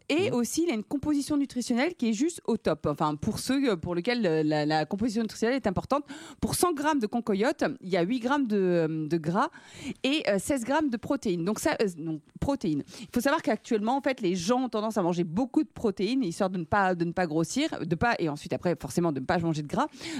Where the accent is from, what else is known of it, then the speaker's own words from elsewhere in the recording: France; je viens de l'Ouest de la France